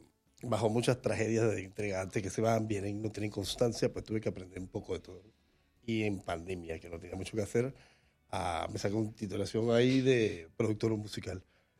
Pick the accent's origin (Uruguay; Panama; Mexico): Panama; Panamá; Claro, Panamá, un 8.